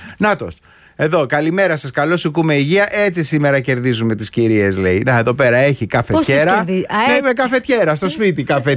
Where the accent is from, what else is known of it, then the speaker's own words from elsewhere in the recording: Koropi, Attica, Greece; Εντάξει, εγώ έχω μεγαλώσει και γεννηθεί στο Κοροπή.